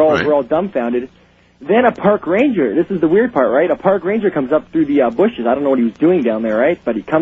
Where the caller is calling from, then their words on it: Edmonton, Alberta, Canada; I'm calling from Edmonton, Alberta.